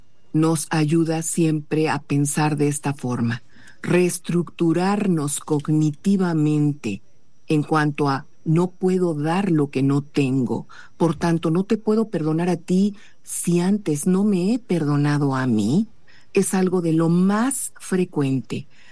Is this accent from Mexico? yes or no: yes; Mexico; nosotros, como mexicanos